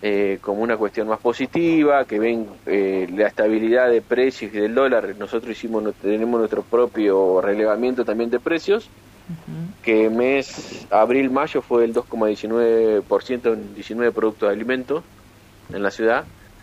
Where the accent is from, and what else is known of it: Argentina